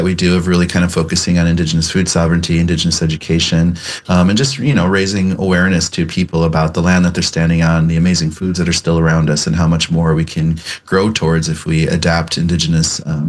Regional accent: Pine Ridge Reservation, South Dakota, United States; if you looked up statistics on a reservation like mine, where I grew up on South Dakota in Pine Ridge Reservation

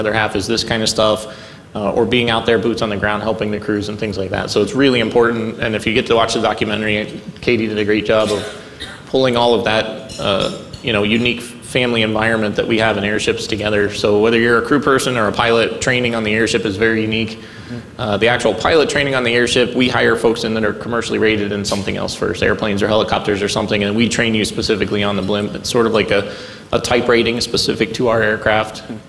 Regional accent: Green, Ohio, United States; I'm born and raised here in the Akron area. I grew up in Green. I went to St. Francis de Sales Parish School till eighth grade, and then went to Hoban High School

